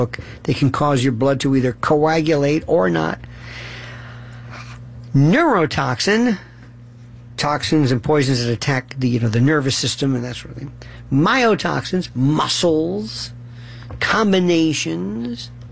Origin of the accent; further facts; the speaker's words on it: Florida, United States; I was raised in Florida.